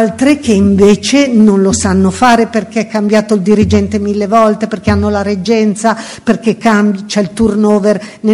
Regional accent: Milan, Lombardy, Italy; io come milanese

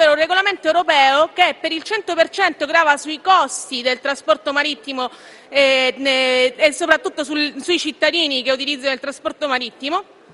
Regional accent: Messina, Sicily, Italy; io sono di Messina

